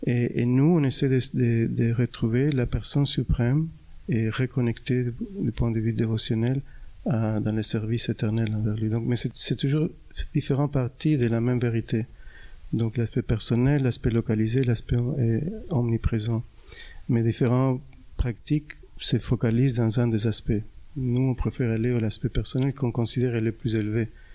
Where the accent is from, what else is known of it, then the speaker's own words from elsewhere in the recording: Uruguay; moved away; also born or lived in United States; Je voulais retourner dans mon pays, en Uruguay. Je viens de l'Uruguay